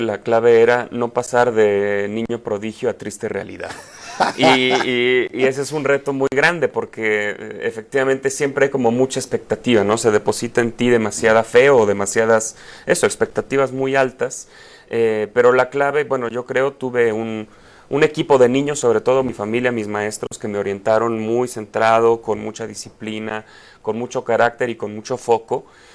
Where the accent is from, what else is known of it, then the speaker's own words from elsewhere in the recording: Guanajuato, Mexico; born there; familia de ingenieros guanajuatenses, nací en Guanajuato